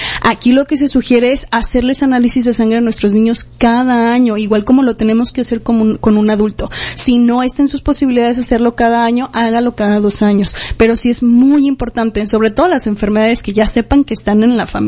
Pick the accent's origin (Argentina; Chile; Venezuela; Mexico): Mexico; Como buenos mexicanos, si nos acostumbramos a que los tiempos de comida van acompañados con salsa